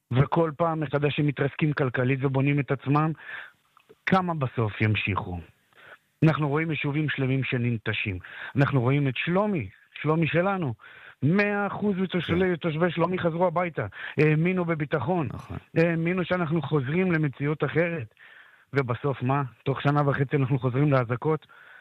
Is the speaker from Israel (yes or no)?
yes; Northern District, Israel; born there; אני, כשהייתי ילד בן 8, פוננו במבצע ענבי זעם לאשקלונה. חזרנו לאותה מציאות.